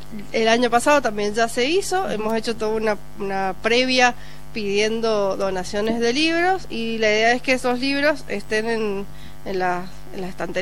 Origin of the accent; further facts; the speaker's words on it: Argentina; Soy argentina, también soy futbolera.